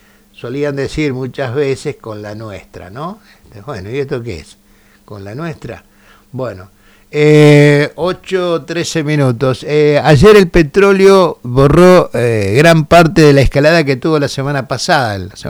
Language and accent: Spanish; Argentina; nosotros como argentinos